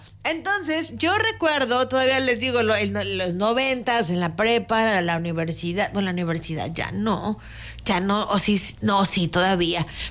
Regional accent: Puerto Vallarta, Jalisco, Mexico; para los que somos de Puerto Vallarta

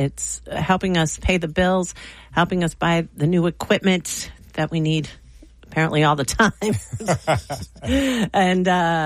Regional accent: Mount Vernon, Ohio, United States; my hometown, Mount Vernon

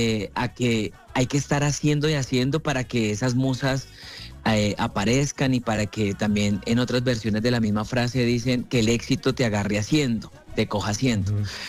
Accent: Cali, Valle del Cauca, Colombia; moved away as an adult; also born or lived in Argentina; now in Bogotá, Colombia; Yo soy caleño, ahora vivo en Bogotá.

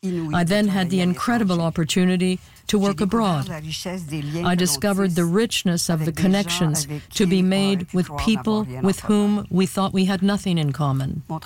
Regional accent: Montreal, Quebec, Canada; I grew up in Montreal in a comfortably homogeneous environment.

